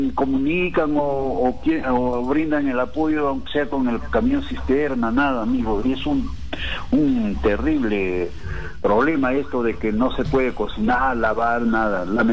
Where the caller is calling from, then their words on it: Cajamarca, Peru; el ingeniero … de acá de la parte de tras del Colegio San Ramón de la calle Portugal.